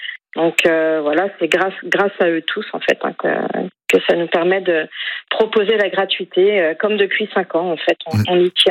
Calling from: La Bouëxière, Brittany, France; je vous appelle de la Bouixière.

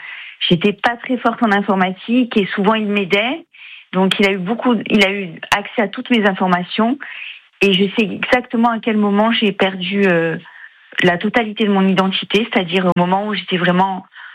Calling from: Ajaccio, Corsica, France; j'ai 51 ans, je suis aide-soignante, je suis d'Ajaccio, je suis corse.

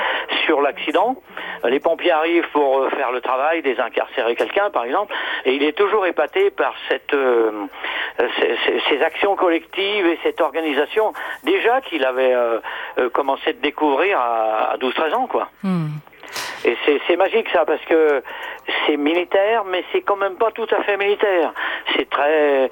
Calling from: Mâcon, Bourgogne-Franche-Comté, France; Je suis de Mâcon

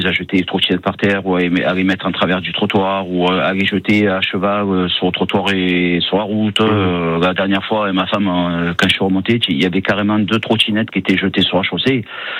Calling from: Marseille, Provence-Alpes-Côte d'Azur, France; moi j'habite au Saint-Marguerite. Donc quand vous descendez direction Dromel, quoi.

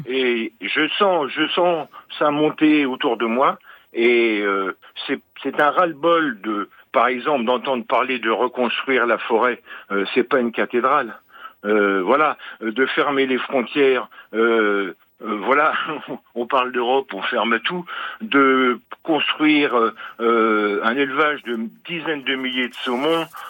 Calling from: Occitanie, France; Chez moi, en Aveyron

